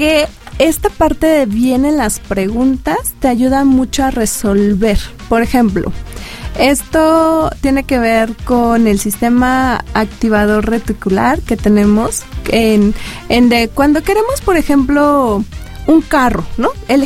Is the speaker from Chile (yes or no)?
no; Mexico; ¿cómo somos los mexicanos? Somos pachangueros, mitoteros, burlones